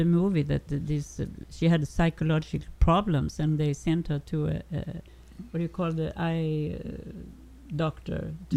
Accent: Sweden; moved away; also born or lived in Germany / Los Angeles; I lived in Germany for 10 years. I grew up in Sweden with a lot of rain and days without sun. I lived in Germany for 10 years. Without sunshine. And then I ended up in Los Angeles, where I actually started my career.

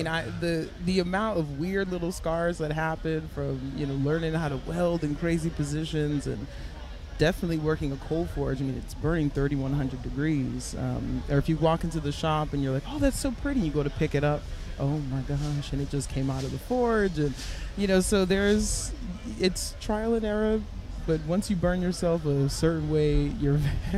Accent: Boston, Massachusetts, United States; also born or lived in New York City; now in New Orleans, United States; I grew up in the greater Boston area. I lived in New York City for a while, but once New Orleans calls you, it's hard to, put that phone down.

